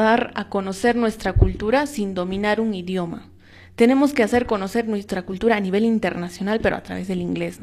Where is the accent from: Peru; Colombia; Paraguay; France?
Peru; Cusco; como cusqueños que queremos y amamos el turismo también